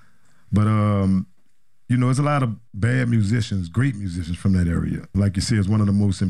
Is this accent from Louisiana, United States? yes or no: yes; New Orleans, Louisiana, United States; We all was born and raised in the Treme.